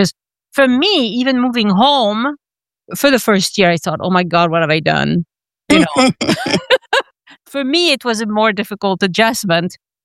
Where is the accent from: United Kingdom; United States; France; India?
France; I was born and raised in France. So if I don't tell them that I also have an American passport